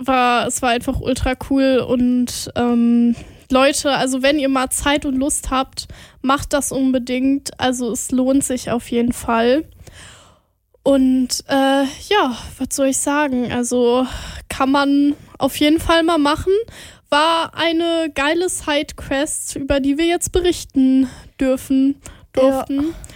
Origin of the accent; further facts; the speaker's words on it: North Rhine-Westphalia, Germany; born there; wir sind beide in NRW geboren.